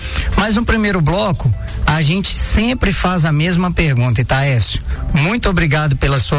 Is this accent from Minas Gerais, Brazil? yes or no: yes; Timóteo, Minas Gerais, Brazil; Eu que sou nascido e criado em Timóteo